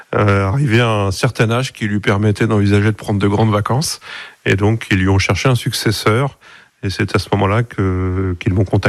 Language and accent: French; Épineuil, Bourgogne-Franche-Comté, France; Tout d'abord, je suis originaire de la région. Moi, j'ai grandi dans le Tonnerrois, à Épineuil.